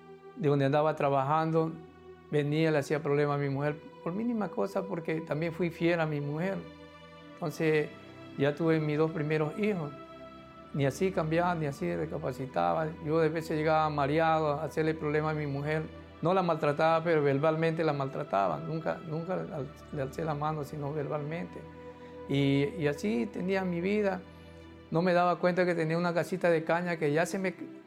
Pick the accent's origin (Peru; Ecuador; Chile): Ecuador; Guayaquil, Guayas; porque yo aquí en Guayaquil me vine de muy pequeño, me vine del campo, me crié solo aquí en Guayaquil, viví solo